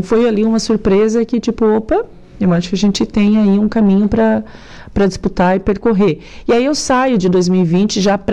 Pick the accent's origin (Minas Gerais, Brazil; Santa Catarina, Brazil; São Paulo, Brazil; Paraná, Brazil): Santa Catarina, Brazil; Criciúma; eu tenho 39 anos, sou microempreendedora da área de eventos. E desde muito nova, eu sou natural de Criciúma, né? Mas a família reside hoje no município de Sara, no bairro da Esplanada